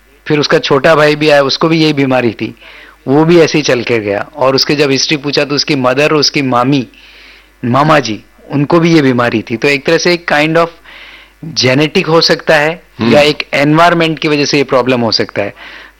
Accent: Rajasthan, India

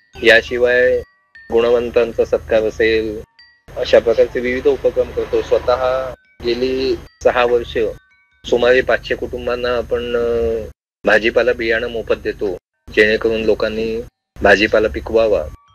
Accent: Maharashtra, India; आमच्या गोळक गावामध्ये आहे.

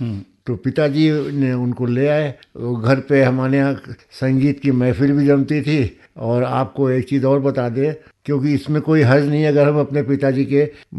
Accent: Lucknow, Uttar Pradesh, India; मैं लखनऊ का रहने वाला हूँ

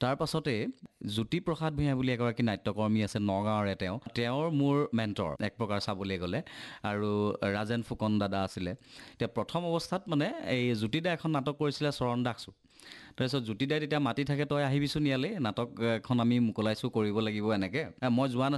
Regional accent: Nonoi, Assam, India; সেইখিনিয়ে আৰু অভিনয়ৰ যাত্ৰাটো মোৰ আৰম্ভ হৈছে মোৰ সৰুৰে পৰাই। তৃতীয় চতুৰ্থমান শ্ৰেণীত পঢ়ি থাকোঁতেই ননৈত এটা এনি উমলা ঘৰ বুল

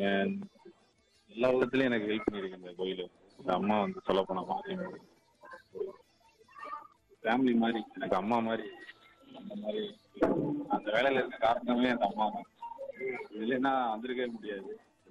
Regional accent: Madurai, Tamil Nadu, India; நான் மதுரை தான்.

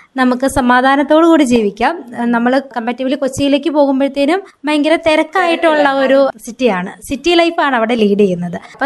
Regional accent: Adimali, Kerala, India; moved away as an adult; also born or lived in Thiruvananthapuram; now in Kumbalangi, India; Marriage ചെയ്ത് കൊണ്ടുപോയിരിക്കുന്നത് കുമ്പളങ്ങിയിലേക്കാണ്. എന്റെ സ്വന്തം സ്ഥലമാണ് അടിമാലി.

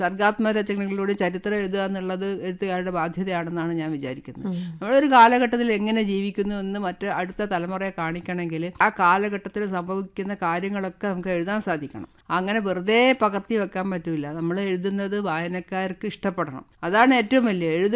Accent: Thalassery, Kerala, India; ഞാൻ തലശ്ശേരി തിക്കോടിയൊക്കെയാണ് ജനിച്ചതും വളർന്നതെങ്കിൽ

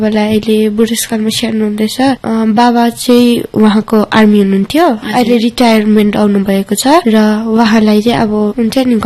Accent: Sikkim, India; born there; म अप्पर लुइङबाट आएकी हुँ

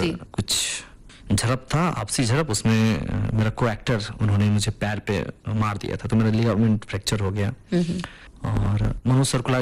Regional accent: Bihar, India; मैंने कहा सर मैं तो बिहार से हूँ।

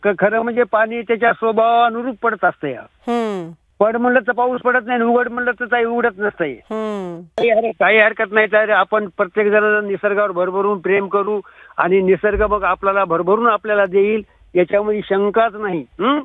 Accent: Govindpur, Maharashtra, India; born there; माझं गाव गोविंदपूर, तालुका पूर्णा.

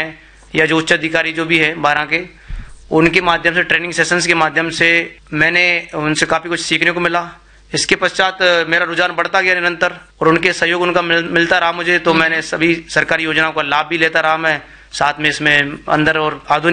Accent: Rajasthan, India; मैं जिस क्षेत्र से आता हूँ मैम, वहाँ राजस्थान का होने को तो वैसे सबसे उत्तम क्षेत्र है वो हाड़ौती का, वार्षिक जो वर्षा है उसका स्तर भी अच्छा है, जंगल का जो क्षेत्र भी अच्छा है

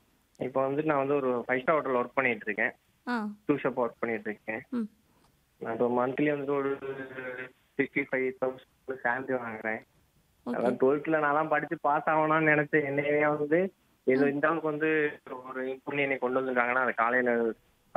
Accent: Dindigul, Tamil Nadu, India; moved away as an adult; also born or lived in Tiruchirappalli; now in Chennai, India; நான் வந்து என் சொந்த ஊர் வந்து திண்டுக்கல். இப்போ வந்து நான் ஒர்க் பண்ணிட்டு இருக்கேன் சென்னையில்.

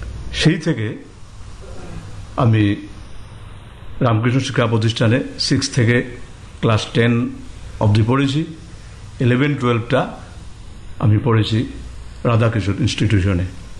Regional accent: Kailashahar, Tripura, India; চণ্ডীপুর গ্রাম, যেটা আমরা বলি মনো নদীর পশ্চিম পার, সেখানে চণ্ডীপুর গ্রামে আমার শৈশব কেটেছে। শৈশব কি, আমার কৈশোর যৌবন সবই কেটেছে চণ্ডীপুর গ্রামে, কৈলাসের অন্তর্গত চণ্ডীপুর গ্রামে।

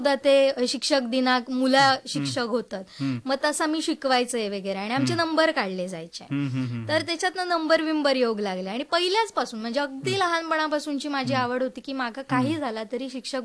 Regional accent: Aros, Maharashtra, India; moved away as an adult; now in Sawantwadi, India; मी मूळचा आरोस गावचा, आरोस दांडेली माझा गाव सावंतवाडी तालुक्यातच पडतात, जवळपास सावंतवाडीतून 16 किलोमीटर ह्या लांब असा.

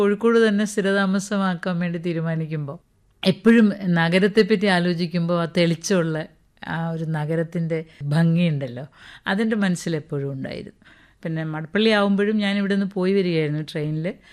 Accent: Kollam district, Kerala, India; moved away as an adult; also born or lived in Idukki; now in Kozhikode, India; ഞാൻ കൊല്ലം ജില്ലയിലെ കല്ലട എന്ന പ്രദേശത്താണ് ഞാൻ ജനിച്ചത്.

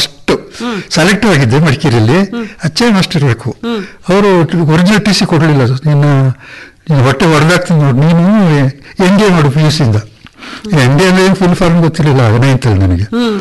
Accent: Murnad, Karnataka, India; Murnad, ಐಕೋಳ.

